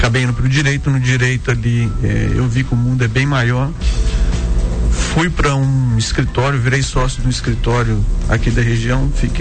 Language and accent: Portuguese; Minas Gerais, Brazil; Eu sou daqui, né? … sou nascido e criado aqui na região do Vale do Aço.